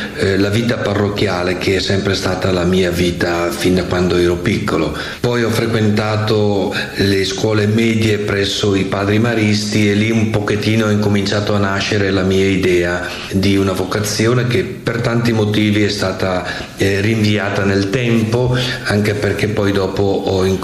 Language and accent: Italian; Brescia, Lombardy, Italy; moved away as an adult; now in San Benedetto del Tronto, Italy; Io vengo da Brescia e il Papa mi ha chiesto di venire in questa diocesi abbastanza lontano dalla mia città.